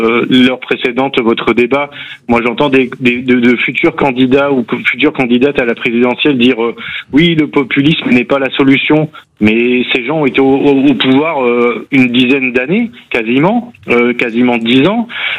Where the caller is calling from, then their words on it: Nouvelle-Aquitaine, France; Je suis en zone un peu plus rurale, voilà. Je suis à 1h15 de Périgueux